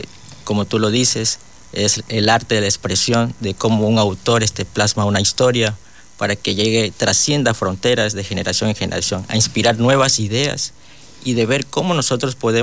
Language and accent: Spanish; Lago Agrio, Sucumbíos, Ecuador; born there; Soy nacido aquí en la provincia de Sucumbíos, Cantón Lago Agrio. Nací un 28 de julio del 94. Y aquí me faltan unos poquitos días para cumplir los 32 años. Sí, bueno, como yo soy de aquí, este cantón, mis padres sí son de la costa.